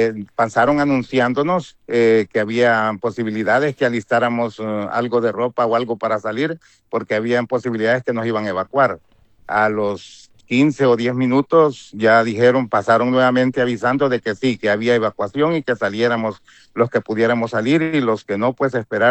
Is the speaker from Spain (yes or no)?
yes; Navas del Rey, Community of Madrid, Spain; Soy de Navas del Rey, de la colonia Puente San Juan.